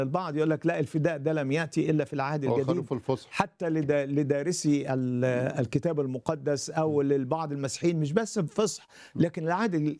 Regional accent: Egypt; وحكى لي هذه القصة لما عرف أن أنا مصري

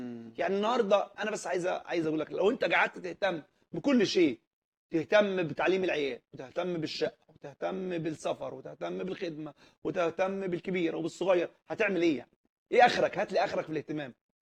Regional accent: Asyut, Asyut Governorate, Egypt; انا من اسيوط

